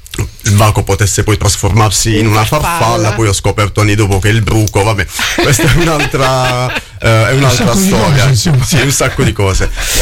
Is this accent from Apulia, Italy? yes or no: yes; Mola di Bari, Apulia, Italy; Sono originario della Puglia, quindi... Puglia, dici? Sì, sì, Puglia, sì, Mola, sì, di Bari, sì, per l'esattezza.